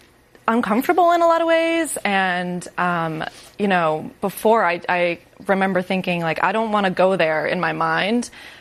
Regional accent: Rhode Island, United States; Yeah, I am from Rhode Island.

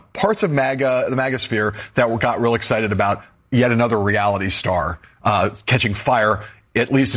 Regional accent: Los Angeles, California, United States; Speaking as someone born and raised in Los Angeles, it's democratic.

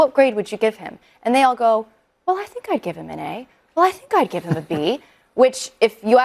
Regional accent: California, United States; I mean, when I go overseas and people hear I'm from California, they go, you guys have a lot of homelessness there, right?

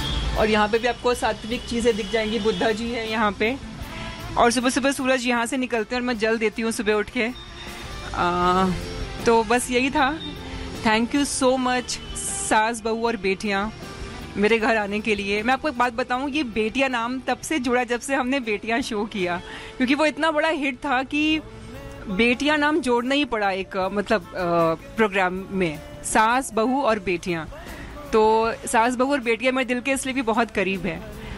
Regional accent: Lucknow, Uttar Pradesh, India; moved away as an adult; now in Mumbai, India; मैं लखनऊ शहर से हूँ, मेरी पढ़ाई लिखाई सब स्कूलिंग सब लखनऊ से ही हुआ और कॉलेज भी मैंने वहीं से किया।

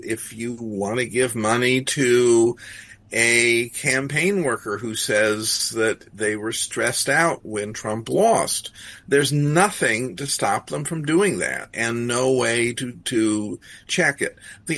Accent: United States; I'm an American, and at this point, we're pretty corrupt, too.

